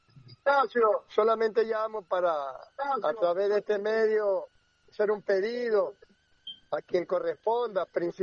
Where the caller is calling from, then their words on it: Vinces, Los Ríos, Ecuador; Yo como ciudadano vinceño me siento abandonado. No pertenezco al sector, pero sí soy un ciudadano ecuatoriano